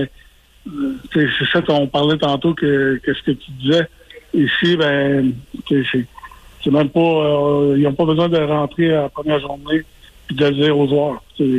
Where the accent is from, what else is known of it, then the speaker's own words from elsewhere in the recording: Quebec, Canada; étant donné que je suis Québécois